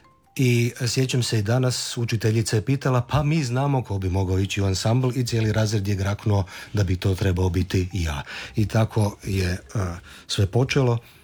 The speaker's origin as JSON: {"language": "Croatian", "town": "Zagreb", "region": "City of Zagreb", "country": "Croatia", "accent": "Zagreb", "said": "moji su svi naglasci bili zagrebački"}